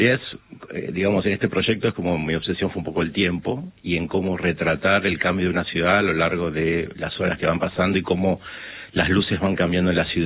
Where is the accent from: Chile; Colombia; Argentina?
Argentina; Buenos Aires